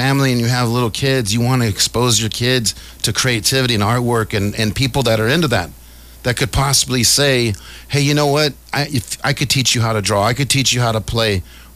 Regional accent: United States; And as American

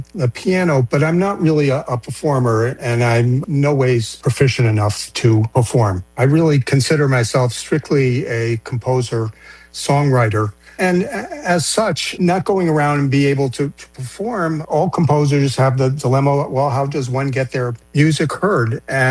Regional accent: Boston, Massachusetts, United States; growing up in the Boston area, where jazz was very much a featured art form, a lot of wonderful jazz clubs

